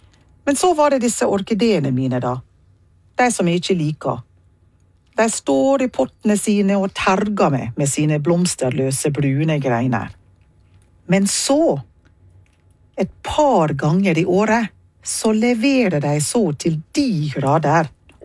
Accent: Jamaica; now in Norway; Ingen kokk med respekt for seg selv lager mat fort i hjemlandet mitt. Det er egentlig i det hele tatt veldig lite prestisje i at ting skal skje så veldig fort der jeg kommer fra.

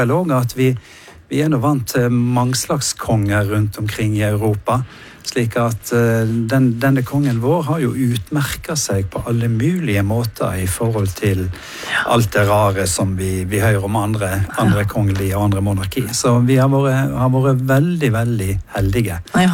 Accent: Dale, Vestland, Norway; hjemme der jeg vokste opp på Dale

